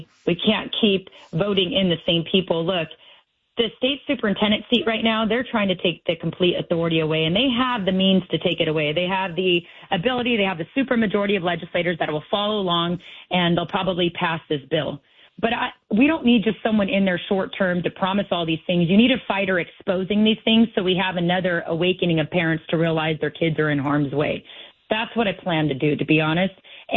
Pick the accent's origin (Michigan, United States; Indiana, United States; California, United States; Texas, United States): California, United States; Chino; I come from Chino, which used to be a dairy cow farm land type of area.